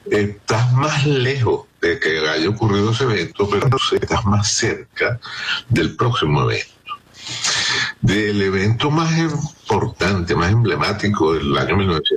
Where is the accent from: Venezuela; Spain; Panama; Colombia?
Venezuela; estamos muy compungidos, pues, como venezolanos, ante este evento que no se puede predecir